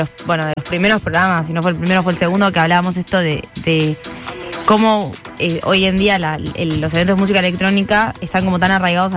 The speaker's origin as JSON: {"language": "Spanish", "town": "La Plata", "region": "Buenos Aires Province", "country": "Argentina", "said": "los que somos de La Plata somos muy..."}